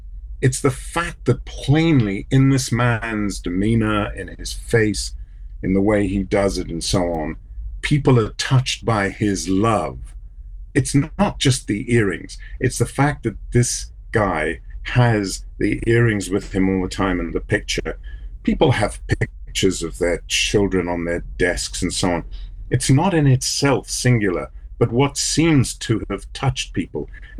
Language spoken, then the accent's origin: English; South Africa; However, as a South African, of course, I made a pilgrimage to Robben Island and went to Nelson Mandela's cell.